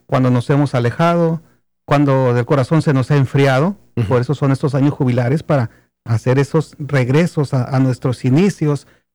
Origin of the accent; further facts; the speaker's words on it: Mexico; voy a hablar como mexicano